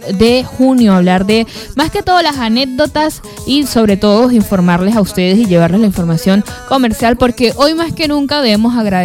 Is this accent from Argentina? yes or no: no; Venezuela; así que hoy más que nunca como venezolanos debemos que apoyarnos.